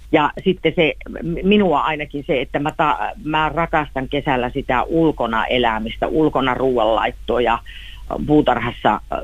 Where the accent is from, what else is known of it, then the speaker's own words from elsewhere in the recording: Pieksämäki, South Savo, Finland; minä olen Pieksämäeltä